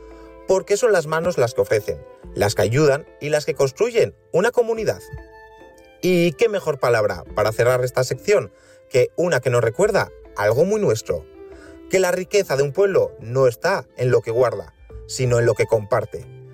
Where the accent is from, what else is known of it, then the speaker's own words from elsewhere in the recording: Basque Country, Spain; Con una que habla de cómo somos los vascos con los demás.